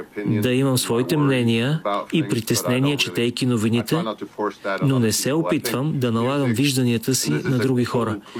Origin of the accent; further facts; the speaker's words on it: Sortland, Nordland, Norway; Той е от Осло, разбира се, но имаше къща в Сортланд, малкото градче на север, откъдето съм